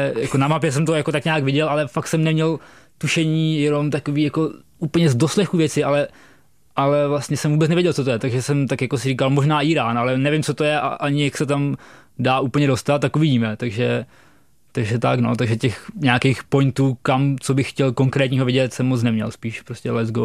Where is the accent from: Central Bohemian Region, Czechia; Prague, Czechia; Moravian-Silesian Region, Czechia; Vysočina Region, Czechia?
Vysočina Region, Czechia; Chotěboř; v mým rodním městě, jako v Chotěboři